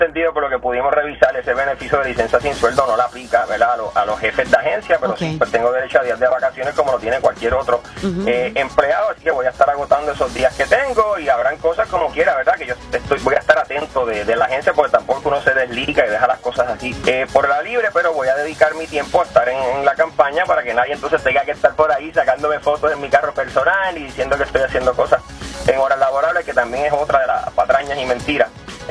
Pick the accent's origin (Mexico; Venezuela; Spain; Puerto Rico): Puerto Rico; Cataño; de resultar electo con el pueblo de mi edad, con el voto de mi pueblo de Cataño, pues lo tengo que dejar.